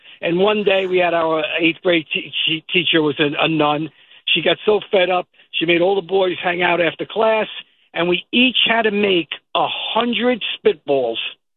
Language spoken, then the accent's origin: English; New York, United States; I went to a Catholic grammar school in the late 60s in Williamsburg, Brooklyn.